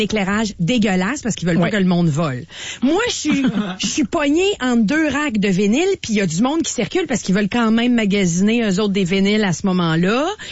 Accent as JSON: {"language": "French", "region": "Quebec", "country": "Canada", "tie": "born or raised there", "said": "j'ai du respect pour ma ville natale."}